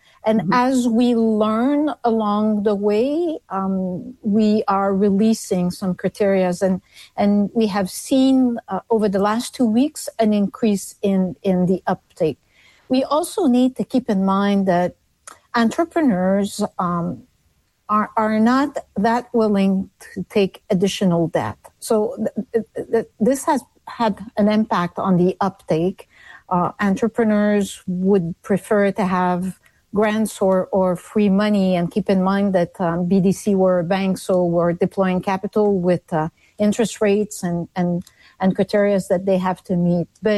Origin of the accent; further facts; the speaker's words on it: Canada; But what I felt the most, Amanda, and it's still there and quite strong, is the being proud of being Canadian.